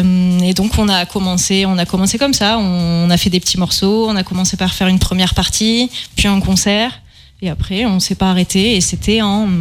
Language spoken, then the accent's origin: French; Occitanie, France; On est tous les deux originaires d'Ariège.